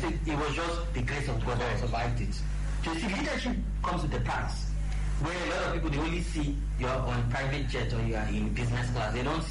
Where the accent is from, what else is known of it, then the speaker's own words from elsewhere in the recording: Nigeria; I'm not from Zamfara. I'm not even from North, South or East. I'm in Nigeria